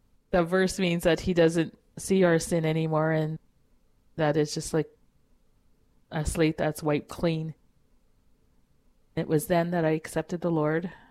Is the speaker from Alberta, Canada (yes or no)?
yes; Kikino, Alberta, Canada; born or raised there